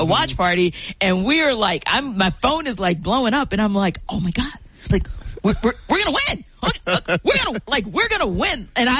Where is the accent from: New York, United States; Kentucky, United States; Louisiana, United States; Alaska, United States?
Louisiana, United States; New Orleans; we didn't have a team growing up in New Orleans, in Louisiana.